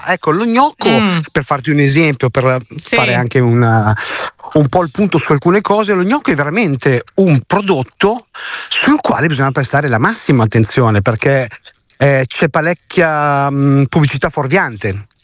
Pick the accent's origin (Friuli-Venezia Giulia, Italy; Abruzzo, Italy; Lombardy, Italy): Lombardy, Italy; Milan; now in Liguria, Italy; io sono milanese ma vivo in Liguria